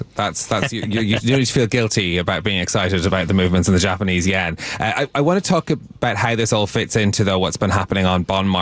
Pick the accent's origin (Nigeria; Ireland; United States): Ireland; I'm an Irish